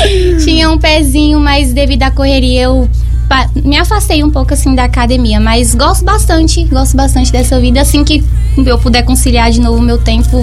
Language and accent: Portuguese; Brazil; Nasci na Agrovila 2, na casa do meu vô Dete.